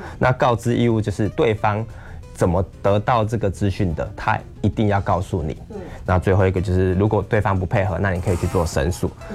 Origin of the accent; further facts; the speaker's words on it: Taiwan; 我们台湾人